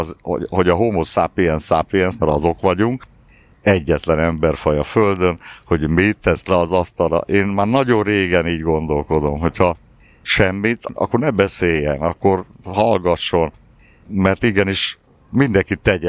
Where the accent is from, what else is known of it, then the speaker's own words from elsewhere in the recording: Csepel, Budapest, Hungary; mivel csepeli vagyok